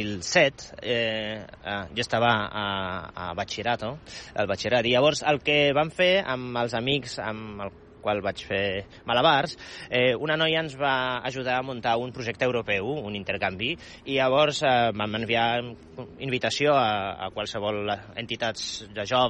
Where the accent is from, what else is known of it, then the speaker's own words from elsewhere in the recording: Częstochowa, Silesian Voivodeship, Poland; Jo sóc de ciutat de Częstochowa